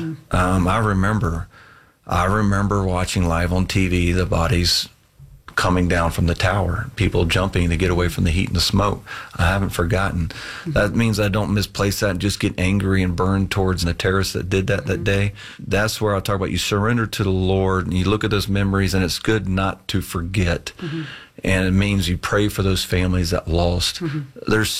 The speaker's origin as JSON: {"language": "English", "town": "Boone", "region": "North Carolina", "country": "United States", "tie": "born or raised there", "said": "You know, I'm a Southern boy, and so I'm very thankful I grew up in Boone, North Carolina."}